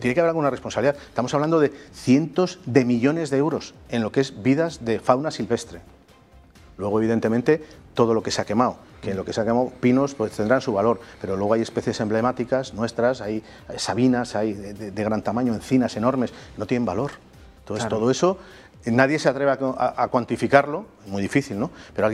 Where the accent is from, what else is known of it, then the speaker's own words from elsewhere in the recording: Burgos, Castile and León, Spain; que es mi provincia, Burgos. Yo vivo en Burgos